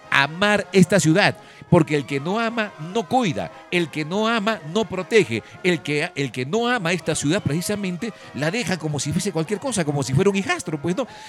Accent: Huaraz, Ancash, Peru; moved away as an adult; also born or lived in Bolivia; now in Huaraz, Peru; 15 años viviendo en Bolivia, realizando trabajo, por ejemplo, en Ecuador y en Paraguay y en el norte de Argentina. Pero como todo peruano, cuando regresa a su tierra, a Huaraz en este caso, primero a Perú, luego a Huaraz

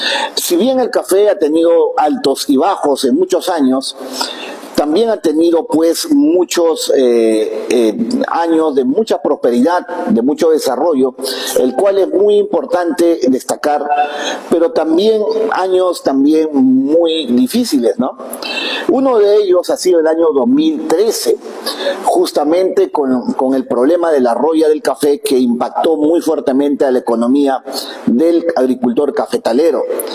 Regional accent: Peru

